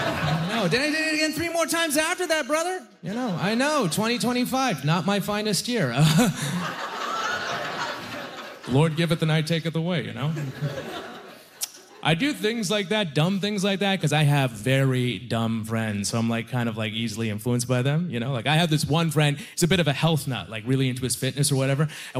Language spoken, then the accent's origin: English; Halifax, Nova Scotia, Canada; born or raised there